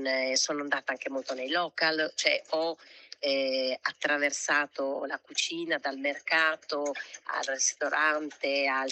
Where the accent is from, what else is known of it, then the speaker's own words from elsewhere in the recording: Emilia-Romagna, Italy; io sono romagnola, poi ho riscoperto le mie radici, cioè sono come, io dico sempre, sono partita, sono andata fuori, ho viaggiato tanto, poi un giorno sono tornata a casa